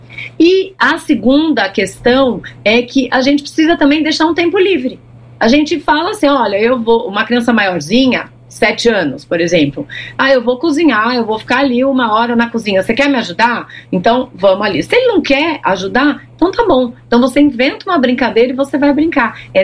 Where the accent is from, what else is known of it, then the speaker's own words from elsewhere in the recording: Brazil; A gente aqui, como brasileiro